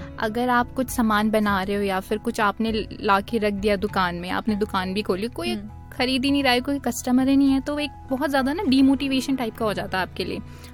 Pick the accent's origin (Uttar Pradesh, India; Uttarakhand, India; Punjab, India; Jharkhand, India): Uttarakhand, India; Doiwala; Girl who loves shopping, who loves creativity and छोटे से शहर से है, छोटी सी जगह से है, डोईवाला।